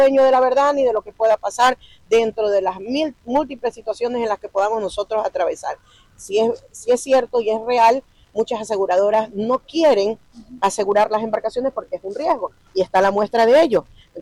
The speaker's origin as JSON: {"language": "Spanish", "region": "Manabí", "country": "Ecuador", "said": "más allá de ser una gobernadora, soy una manabita"}